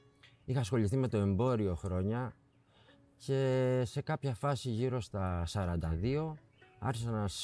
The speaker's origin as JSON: {"language": "Greek", "town": "Choudetsi", "region": "Crete", "country": "Greece", "also_born_or_lived": "Heraklion", "said": "Είμαι από το Χουδέτσι, ναι. Καταγωγή μου είναι από το Χουδέτσι. Έχω ζήσει αρκετά χρόνια στο Ηράκλειο και τα τελευταία 15 χρόνια ξαναμένω στο Χουδέτσι"}